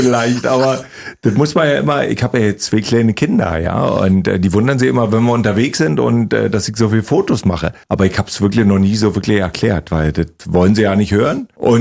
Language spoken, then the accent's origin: German; Briesen, Brandenburg, Germany; also born or lived in Bad Saarow / Fürstenwalde; Ich bin ja in Bad Saarow geboren, dann in Briesen sozusagen groß geworden. Das ist gleich so ein Dorf daneben.